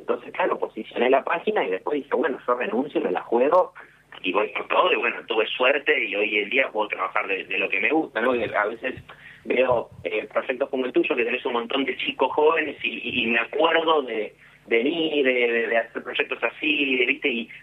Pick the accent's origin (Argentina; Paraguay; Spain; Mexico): Argentina; como argentino, viste, pero más quiero Argentina